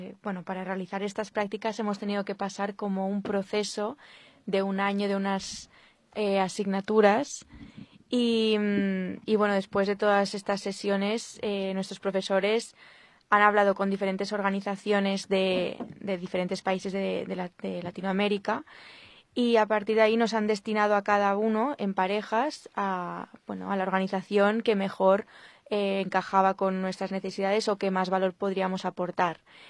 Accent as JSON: {"language": "Spanish", "region": "Catalonia", "country": "Spain", "said": "yo soy de España, concretamente de Barcelona. No soy de Barcelona, Barcelona, soy como de un pueblo."}